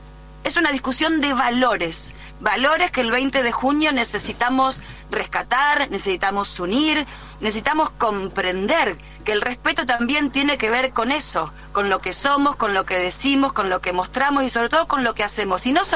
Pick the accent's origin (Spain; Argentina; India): Argentina; Rosario, Santa Fe; por ser nacida y criada en mi preciosa Rosario.